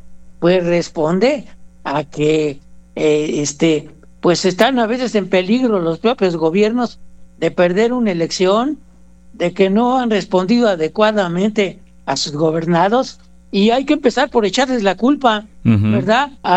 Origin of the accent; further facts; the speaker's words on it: Mexico; yo como mexicano, como una gente que está acá contemplando un poco desde México hacia América Latina